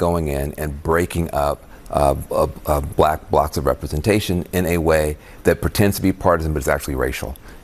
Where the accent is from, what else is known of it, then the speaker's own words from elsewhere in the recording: Tennessee, United States; I'm from Tennessee